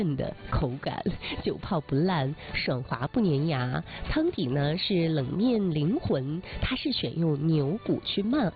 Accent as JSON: {"language": "Chinese", "region": "Northeast China", "country": "China", "said": "是刻在我们东北人夏日记忆里的治愈美味"}